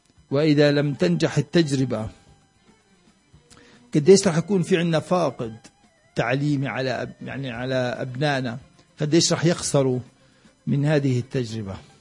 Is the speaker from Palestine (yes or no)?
yes; Palestine; احنا كفلسطينيين